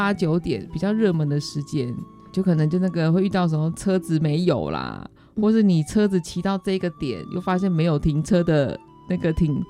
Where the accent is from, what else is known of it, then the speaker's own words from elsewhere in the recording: Taiwan; 我们台湾人的基因可能就是不适合说你夏天喝那么多的冰水，